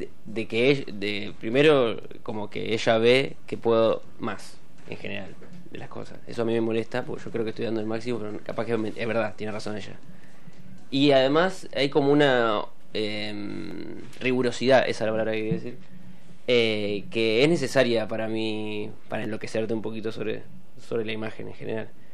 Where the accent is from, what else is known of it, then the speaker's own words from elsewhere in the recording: Santa Fe, Argentina; now in La Plata, Argentina; ella es de Tres Arroyos, yo soy de Santa Fe